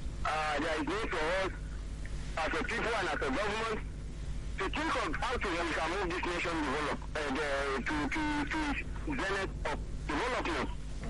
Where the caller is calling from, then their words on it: Nigeria; calling from Leader Ninja, please.